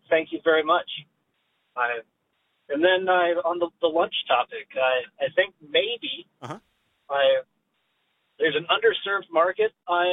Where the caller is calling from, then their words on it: Utah, United States; calling from sunny southern Utah.